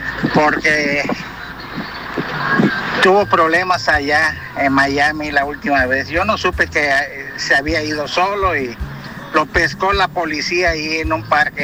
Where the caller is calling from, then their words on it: Mexico; somos mexicanos.